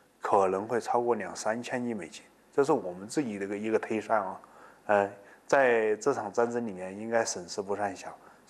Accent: China; now in Iran; 还是我们中国人都很淡定

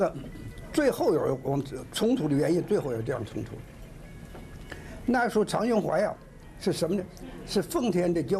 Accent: China; 我是中国人

